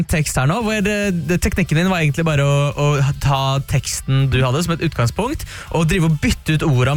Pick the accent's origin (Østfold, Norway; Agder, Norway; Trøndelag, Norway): Trøndelag, Norway; og jeg er stolt trønder.